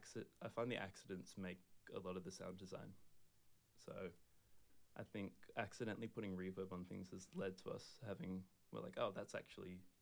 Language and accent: English; Singapore; also born or lived in Australia; So it was definitely growing up in Singapore as well, just being exposed to all of Southeast Asia and all the culture.